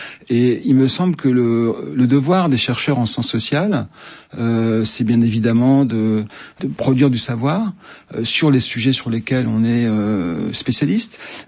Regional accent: France; Et moi, je suis français

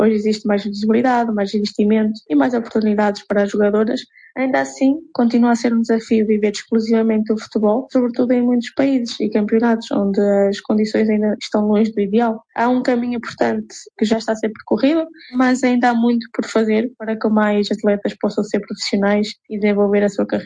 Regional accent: Angola; born there; Como eu nasci em Angola, seria uma honra representar a seleção angolana.

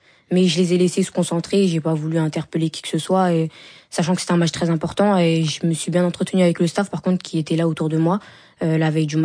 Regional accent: France; Moi, la France, dans tous les cas, je suis française, donc je suis contente, mais j'aurais quand même préféré que le Sénégal gagne.

